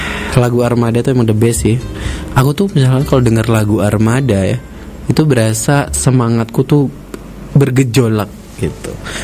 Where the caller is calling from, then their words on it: Yogyakarta, Special Region of Yogyakarta, Indonesia; Aku dari Jogja, Mas.